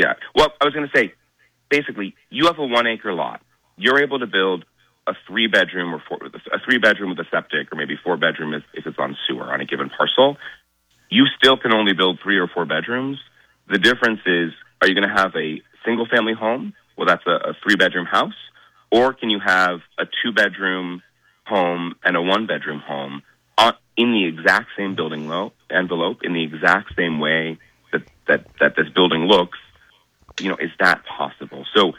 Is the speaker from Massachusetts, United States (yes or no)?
yes; Truro, Massachusetts, United States; the three police officers in Truro, right, my hometown.